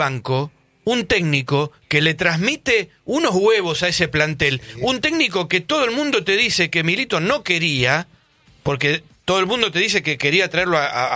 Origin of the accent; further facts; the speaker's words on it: Buenos Aires Province, Argentina; born there; Cuando viene alguien que no es de la provincia de Buenos Aires, donde nacimos todos los que no somos porteños